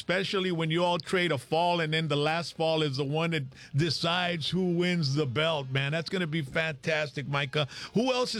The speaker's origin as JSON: {"language": "English", "town": "Mercedes", "region": "Texas", "country": "United States", "tie": "born or raised there", "said": "We got some pro wrestling coming to Mercedes, Texas, my hometown. Man, I wish they would be doing wrestling when I was growing up in Mercedes."}